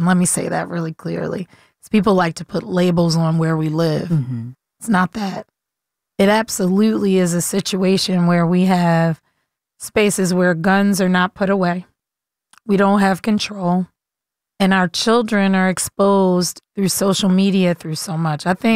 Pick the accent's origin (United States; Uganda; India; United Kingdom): United States; Baltimore, Maryland; I grew up in Baltimore.